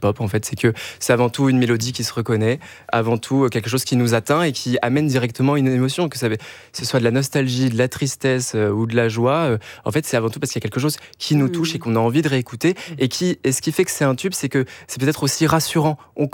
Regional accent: Lille, Hauts-de-France, France; moi je viens de Lille, l'Opéra de Lille, je pouvais y aller pour 5 euros.

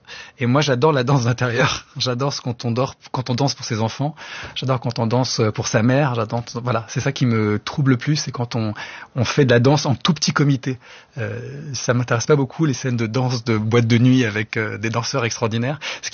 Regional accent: Lebanon; Moi, je suis grec du Liban et les rares fois où j'étais au Liban, je vais beaucoup plus en Grèce.

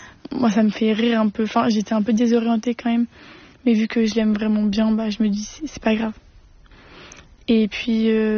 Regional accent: Troyes, Grand Est, France; j'ai 18 ans, je viens de Troyes.

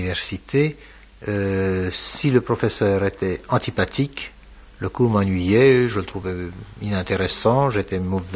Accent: Belgium; also born or lived in Paris; à Paris, puis à Bruxelles, où ma mère avait fait ses études avant la guerre. Et c'est comme ça que j'ai été élevé en Belgique.

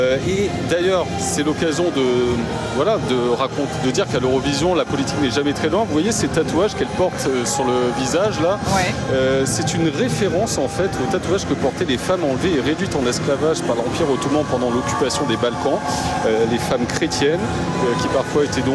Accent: France; parce que évidemment en tant que Français on n'est pas très objectif, on est un peu chauvin

